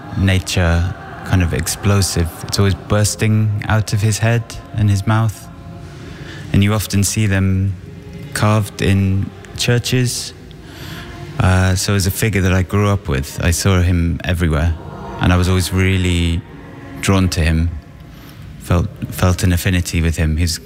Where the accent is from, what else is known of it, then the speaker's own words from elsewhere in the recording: England, United Kingdom; moved away as an adult; now in Iceland; Ég ólst upp á Englandi en ég hef búið á Íslandi síðustu tíu ár.